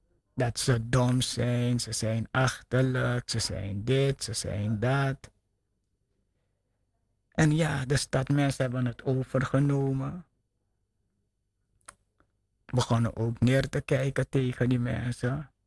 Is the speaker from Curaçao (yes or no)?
no; Suriname; ik ben in Suriname geboren. Dat stadmensen keken neer tegen binnenlandbewoners vroeger. En ik was nog een kind.